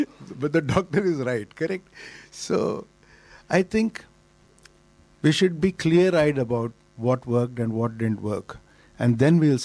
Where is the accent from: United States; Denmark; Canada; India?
India; Bangalore, Karnataka; born there; I was born in Bangalore, so Bangalore is my favorite city.